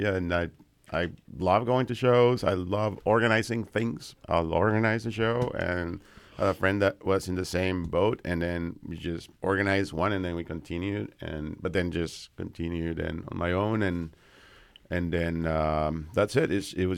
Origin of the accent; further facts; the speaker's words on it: Mexico; moved away; I would see shows in my home city in Mexico